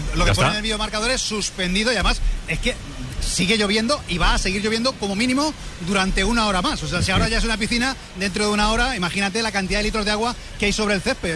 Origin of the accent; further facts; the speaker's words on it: Alaquàs, Valencian Community, Spain; porque en Paterna, Mislata, en mi pueblo, en Alacuas, en Aldaya, está lloviendo igual de forma intensa